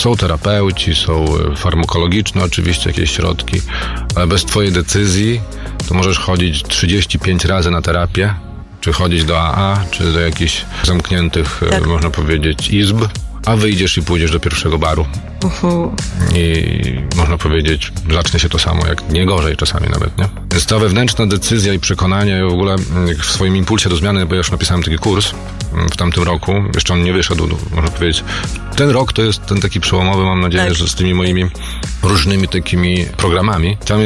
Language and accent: Polish; Białystok, Podlaskie Voivodeship, Poland; A ja z Białegostoku jeszcze jestem.